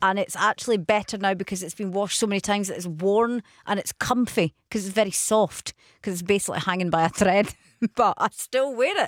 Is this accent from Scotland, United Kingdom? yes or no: yes; Scotland, United Kingdom; We are Scottish.